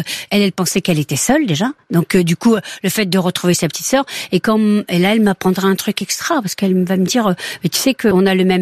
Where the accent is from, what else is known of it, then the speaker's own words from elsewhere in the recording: Pays de la Loire, France; Je lui dis, moi, je suis originaire d'Anjou.